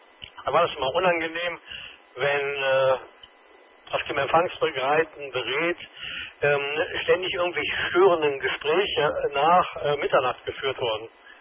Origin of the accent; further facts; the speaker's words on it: Düsseldorf, North Rhine-Westphalia, Germany; ich bin ja Düsseldorfer